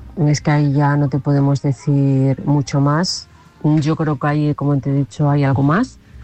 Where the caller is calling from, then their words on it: Toledo, Castilla-La Mancha, Spain; de Toledo.